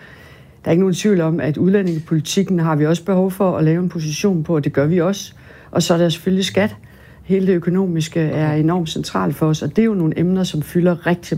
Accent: Jutland, Denmark; Jeg er jyde, men ikke så meget jyde, er nødt til at sige.

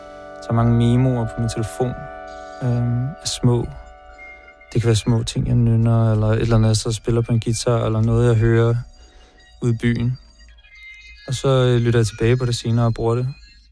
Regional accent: Copenhagen, Capital Region of Denmark, Denmark; Jeg kommer fra København.

